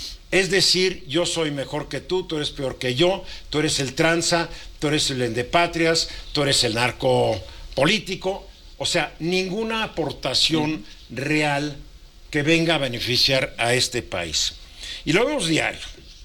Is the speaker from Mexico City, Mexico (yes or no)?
yes; Mexico City, Mexico; born there; yo nací en la Ciudad de México, hijo, nieto, bisnieto, tataranieto de chiapanecos. Pero no niego mi origen mexica.